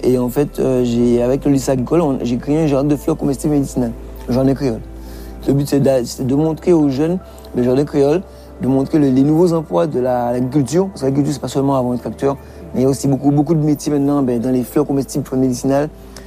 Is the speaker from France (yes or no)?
yes; Guadeloupe, France; now in Paris, France; Ouais, j'ai essayé de refaire un jardin créole, mais à Paris. Mes deux parents sont haïtiens, mais moi je suis né en Guadeloupe.